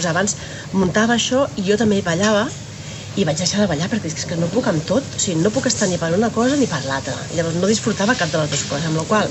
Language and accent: Catalan; Barcelona, Catalonia, Spain; moved away; Jo sóc de Barcelona, llavors vaig formar allà.